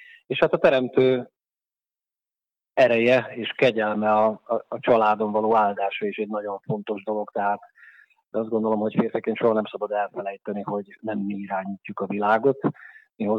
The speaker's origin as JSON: {"language": "Hungarian", "town": "Vrakúň", "region": "Trnava Region", "country": "Slovakia", "tie": "born or raised there", "also_born_or_lived": "Nitra", "said": "a szülőfalumhoz, Nyékvárkúnyhoz közel a járási székhelyen, Dunaszerdahelyen dolgozom"}